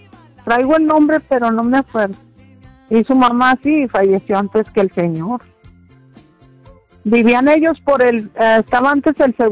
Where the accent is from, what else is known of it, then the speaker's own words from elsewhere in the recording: Calera, Zacatecas, Mexico; yo vivía en la estación. Bueno, de chiquilla y de grande ya vivía en Calera.